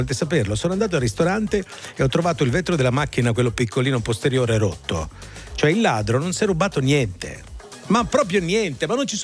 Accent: Sicily, Italy; te lo dico come un siciliano.

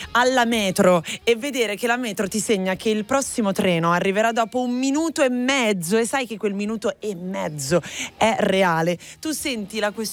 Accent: Milan, Lombardy, Italy; Soprattutto per una persona come me, nata e cresciuta a Milano

